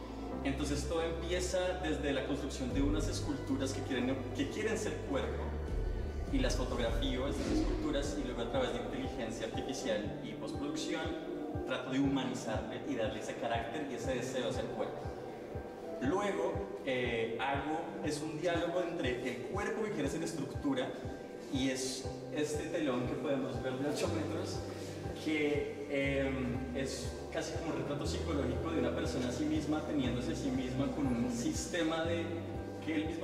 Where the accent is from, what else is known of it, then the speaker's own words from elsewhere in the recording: Bogotá, Colombia; soy de Bogotá, Colombia.